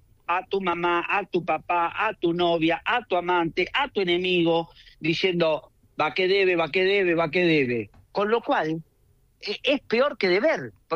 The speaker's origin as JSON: {"language": "Spanish", "country": "Argentina"}